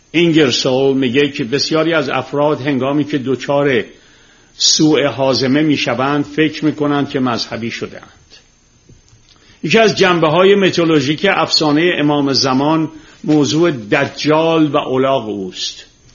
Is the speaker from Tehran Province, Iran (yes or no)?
yes; Tehran, Tehran Province, Iran; چون ما تو گل و شل بزرگ شدیم، من روزی که خیابون کوچه های تهرون رو تیر میذاشتم که سیم برق بکشن یادمه. خونه ما که برق کشیدن